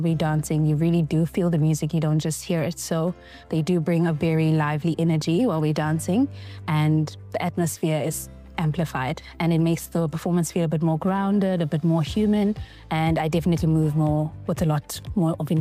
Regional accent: South Africa; when I dance as a South African artist, I bring my identity to the art form

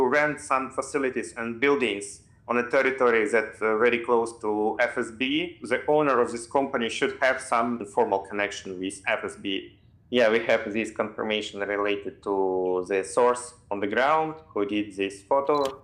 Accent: Kaliningrad Oblast, Russia; I grew up in Kaliningrad region, and it's my homeland, and it's very close to border

